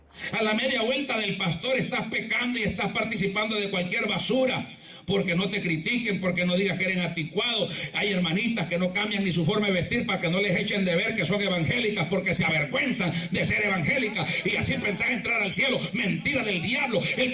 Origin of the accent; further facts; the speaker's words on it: El Salvador; como vamos a decir en buen salvadoreño, ¿con qué agallas?